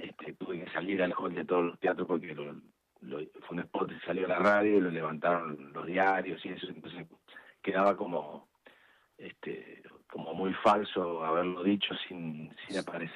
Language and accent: Spanish; Entre Ríos, Argentina; born there; moved away as an adult; Yo nací en Entre Ríos